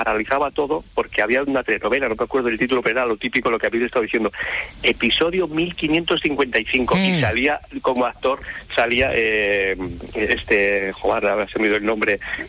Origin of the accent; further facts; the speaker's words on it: Castile and León, Spain; now in Alcalá, Spain; Mira, estoy en Alcalá, es un culebrón ya en sí, pero yo soy de Torto de Llega, de Burgos, y te mando un saludo desde nuestra tierrilla.